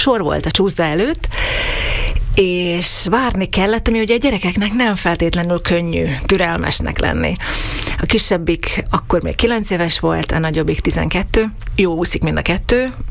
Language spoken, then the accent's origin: Hungarian; Slovakia; Én ezen a környéken nőttem föl, egy színmagyar családban, ahol nem beszélt senki szlovákul, néha a szüleim kollégái, vagy utcabeliek, de ritka volt, hogy én a szlovák nyelvvel a magánéletemben találkoztam volna.